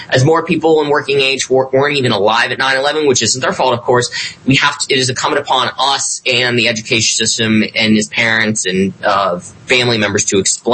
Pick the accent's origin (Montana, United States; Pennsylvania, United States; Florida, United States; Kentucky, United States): Pennsylvania, United States; Pennsylvania.